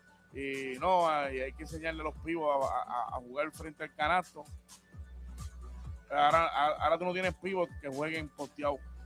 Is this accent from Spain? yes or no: no; Puerto Rico; Ese es el básquetbol puertorriqueño.